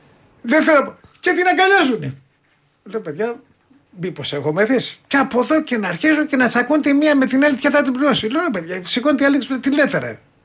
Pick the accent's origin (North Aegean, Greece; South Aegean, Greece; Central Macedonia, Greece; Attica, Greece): Attica, Greece; Peristeri; Εγώ μεγάλωσα στο Περιστέρι βασικά.